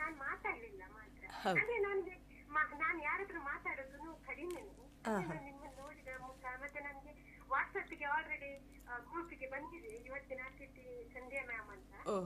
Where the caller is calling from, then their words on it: Karkala, Karnataka, India; ನಾನು ನಿಮ್ಮ ಕಾರ್ಕಳದವಳೆ